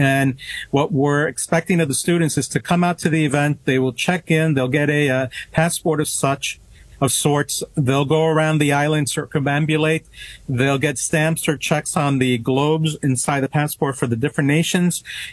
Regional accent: New York City, New York, United States; also born or lived in Tuxedo

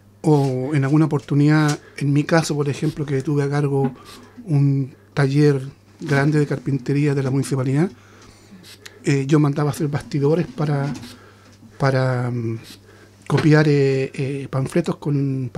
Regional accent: Santiago, Santiago Metropolitan Region, Chile; moved away as an adult; now in Australia; en Pudahuel, de donde soy oriundo

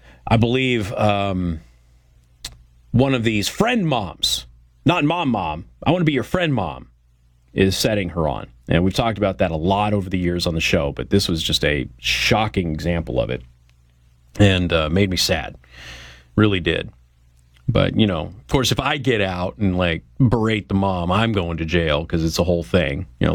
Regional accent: Las Vegas, Nevada, United States; Now, I come from Las Vegas. I run into this stuff a lot.

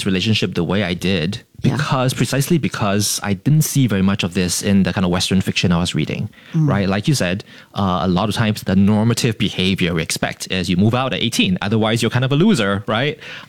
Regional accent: Singapore; We're Singaporean, and so we're not known for being the most like dramatic people.

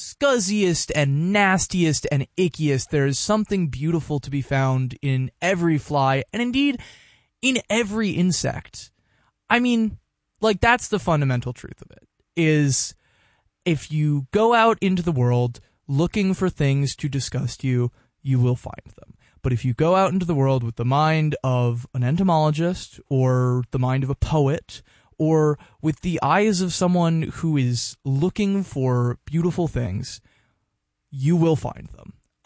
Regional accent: District of Columbia, United States; my hometown in the D.C. area

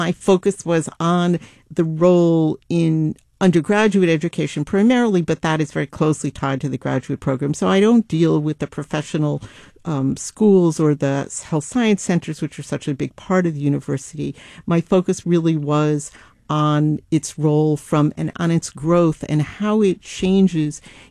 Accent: New York, United States; moved away; as a New Yorker who moved here in 2000, I've been fascinated by the university system since I moved here because there is nothing like it anywhere else in the country.

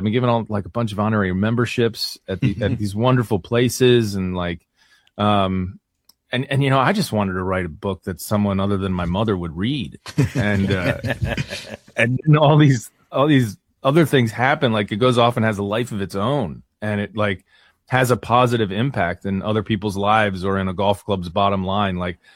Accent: Philadelphia, Pennsylvania, United States; I mean, I'm from Philly.

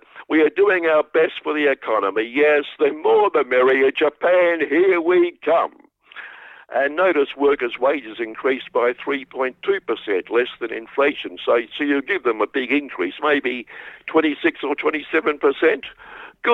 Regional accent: Australia

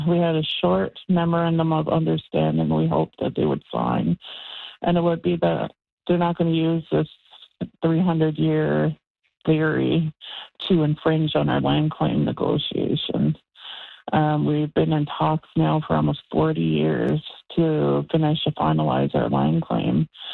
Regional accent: Newfoundland and Labrador, Canada; It was my whole childhood. I grew up in Uchmeet on the land in the country. I learned the Innu way of life.

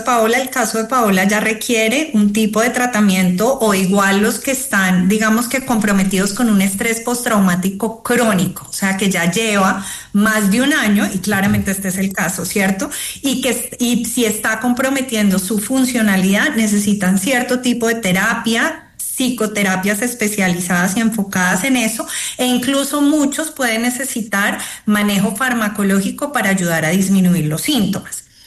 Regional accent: Cali, Valle del Cauca, Colombia; Por ejemplo, he escuchado en Cali, yo soy de Cali y de verdad, de corazón, la caída de colegios, los entornos, las empresas que no están funcionando.

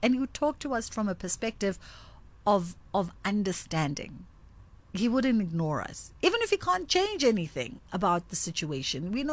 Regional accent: South Africa; the positive around being a South African is our sense of resilience.

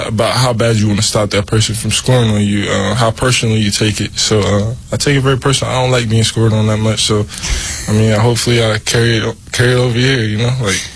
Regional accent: Las Vegas, Nevada, United States; Yeah, I was born and raised in Vegas, yeah. I grew up around, like, sports, honestly.

